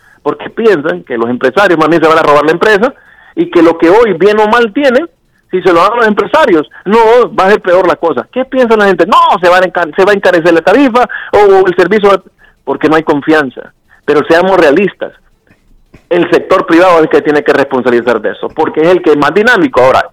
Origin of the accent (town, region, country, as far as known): Honduras